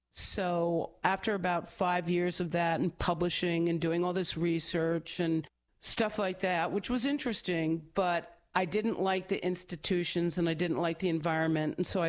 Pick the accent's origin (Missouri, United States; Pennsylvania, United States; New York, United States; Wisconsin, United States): New York, United States; but we grew up on the North Shore of Long Island where they were very, very wealthy people.